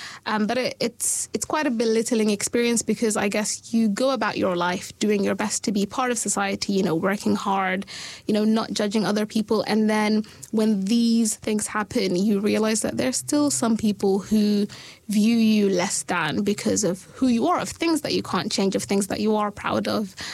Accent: Sudan; also born or lived in United Kingdom; now in Dunedin, New Zealand; so I'm from Sudan, so obviously I'm a black Muslim and I wear the hijab. So I am black and I'm Muslim, you know, and I wear the hijab.

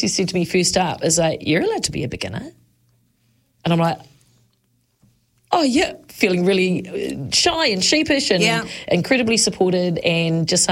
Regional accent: Palmerston North, Manawatū-Whanganui, New Zealand; I am a Palmerston North local. I born and bred in Papaioia.

